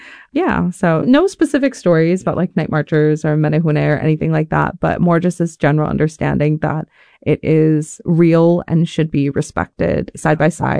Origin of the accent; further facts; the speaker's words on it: Hawaii, United States; I grew up on Homestead